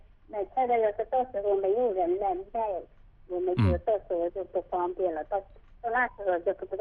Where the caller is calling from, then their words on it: Wuwei, Anhui, China; 我是无为的。